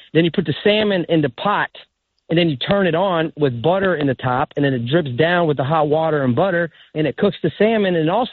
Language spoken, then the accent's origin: English; Tampa, Florida, United States; I'm from Tampa, like I said, and the team I watched before they had the Rays was the Yankees